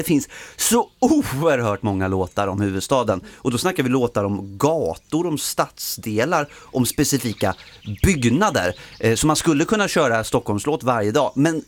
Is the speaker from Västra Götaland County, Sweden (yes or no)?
no; Kolmården, Östergötland, Sweden; min hemstad, Kolmården.